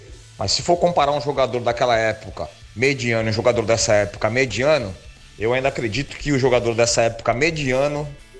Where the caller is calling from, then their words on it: São Vicente, São Paulo, Brazil; de São Vicente. Eu sou santista